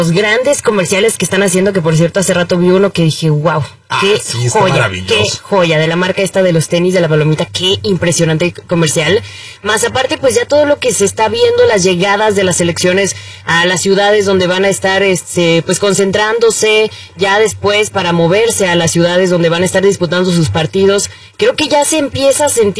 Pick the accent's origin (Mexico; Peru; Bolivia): Mexico; Porque soy mexicana.